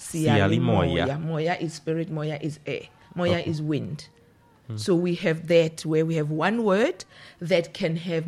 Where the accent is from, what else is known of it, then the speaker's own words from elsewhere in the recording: Lesotho; now in Guyana; from Southern Africa part. I am Mosotho, I speak Sesotho. I am from the Batlogwa Nation.